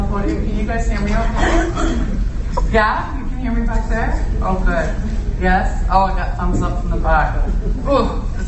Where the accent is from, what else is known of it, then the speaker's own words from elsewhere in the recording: Toronto, Ontario, Canada; moved away as an adult; now in Ganadagai (Ontario), Canada; I was born and raised in Toronto. Right in old Cabbage Town, right downtown, a really historical part of Toronto. I loved it, born and raised there, left when I was 22.